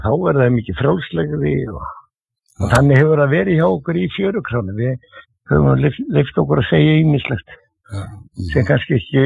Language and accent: Icelandic; Reykjavík, Capital Region, Iceland; Já, ég er fæddur á uppalinn í Klefsholtinu og ef einhver hefur verið fróttari þá var það við Klefsarðinni, sko.